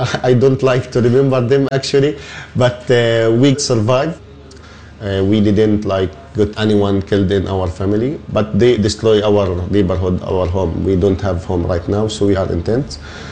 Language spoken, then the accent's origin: English; Gaza, Gaza Strip, Palestine; please be aware that I am in Gaza and I may have disconnected.